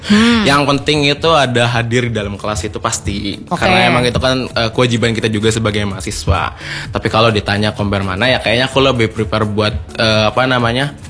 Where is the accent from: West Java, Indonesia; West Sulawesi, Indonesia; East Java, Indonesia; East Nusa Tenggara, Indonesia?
West Java, Indonesia; Klangenan; Halo Mas Angga, kita orang Klangenan.